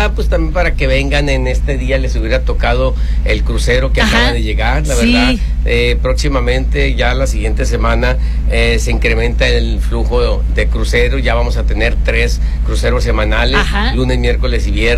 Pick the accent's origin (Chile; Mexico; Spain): Mexico; La Noria; mi pueblo de La Noria